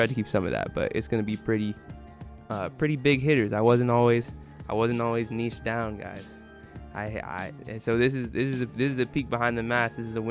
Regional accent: Atlanta, Georgia, United States; I'm from Atlanta.

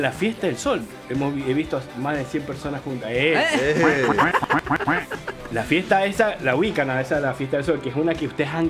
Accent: San Juan, Argentina; now in Mendoza, Argentina; soy sanjuanino, pero yo creo que ya me tendrían que dejar de presentar así. No es que quiera renegar de mis orígenes.

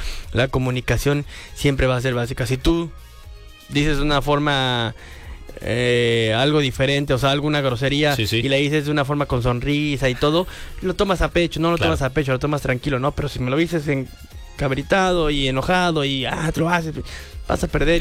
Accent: Mexico; nosotros como los mexicanos

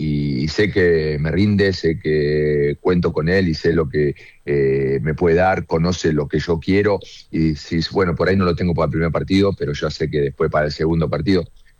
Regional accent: Argentina; moved away

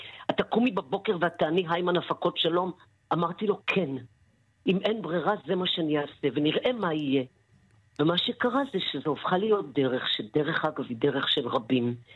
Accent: Northern District, Israel; born there; אני ילידת קיבוץ בית אלפא, עשירי לשישי 61.

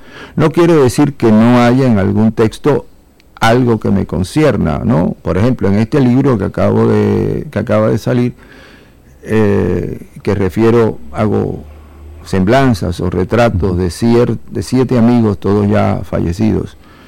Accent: Cuba; moved away; also born or lived in Spain / United States; Sí, en el 79, uh-huh. Salí de Cuba para España precisamente, en octubre del 79.

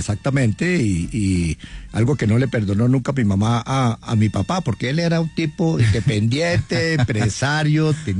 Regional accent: Bogotá, Colombia; nací en la Quinta Camacho, en la Quinta Camacho monté en bicicleta, en la Quinta Camacho tuve mis amistades

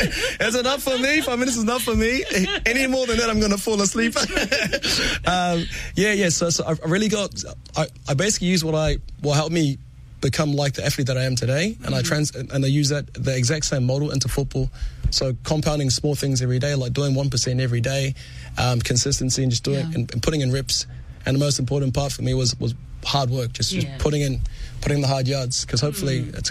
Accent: South Auckland, Auckland, New Zealand; Like I'm from South Auckland and I built this from my garage and I was really scared to say that in the past because I thought that quality can't come from South Auckland.

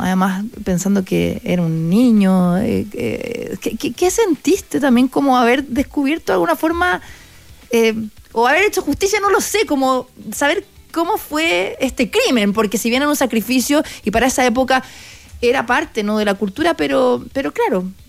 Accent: Chile; aparte de nuestra historia como chilenos, como latinos.

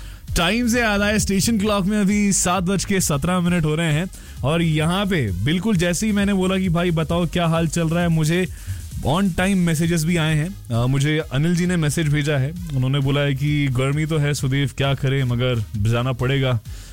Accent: Delhi, India; moved away as an adult; now in Doha, Qatar; हम तो दिल्ली में पले बड़े हैं भाई, वहाँ पे तो गर्मी तो छोटी बात है हमारे लिए।

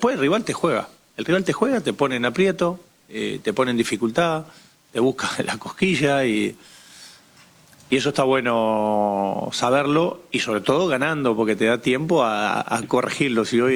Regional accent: Argentina; nosotros somos Argentina

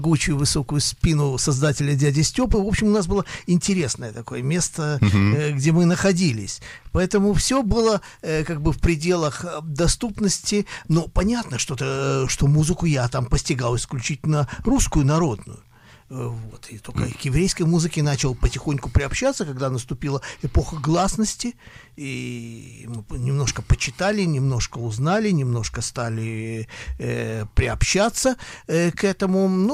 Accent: Odesa, Odesa Oblast, Ukraine; Я жил, да, я жил на уроженец Одессы. В моем слуховом доступе была на радиоволнах вся молдавская и румынская музыка.

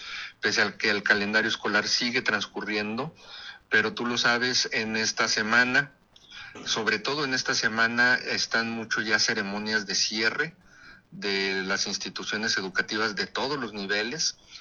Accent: Mexico; como mexicanos, que nos gusta el guateque y el argüende

